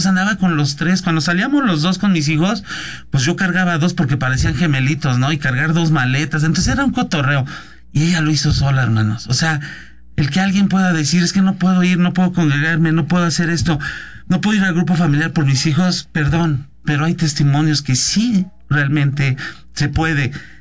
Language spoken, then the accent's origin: Spanish; Ixtapaluca, State of Mexico, Mexico; born there; yo nací en CCA Iztapaluca.